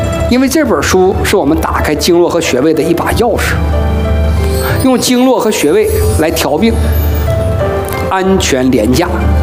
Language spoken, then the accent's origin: Chinese; China; 所以我们中国人治病，中医治病啊，主要是通过这7种。